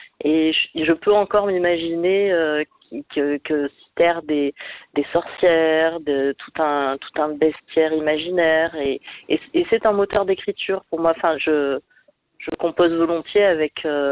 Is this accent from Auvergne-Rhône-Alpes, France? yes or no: no; Provence-Alpes-Côte d'Azur, France; J'ai grandi dans les Hautes-Alpes et un rapport très, très concret, très direct et très libre avec les éléments